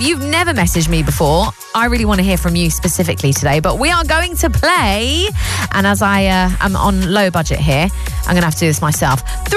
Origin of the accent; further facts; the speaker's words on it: Cleethorpes, Yorkshire and the Humber, United Kingdom; I used to love Haven growing up in Cleethorpes for the weekend.